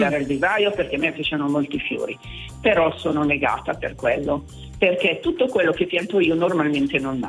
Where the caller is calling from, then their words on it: Novara, Piedmont, Italy; Io abito a Novara.